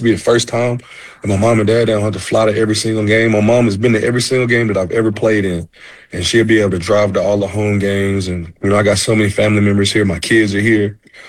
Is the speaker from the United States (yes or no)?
yes; Dallas, Texas, United States; I grew up here in Dallas. You know, I've always had a special place in my heart for the Dallas Cowboys.